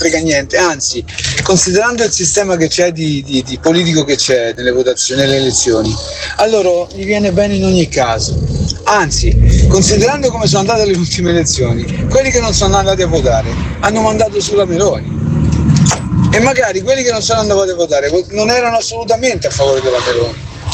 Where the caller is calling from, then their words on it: Genoa, Liguria, Italy; Buongiorno … da Genova.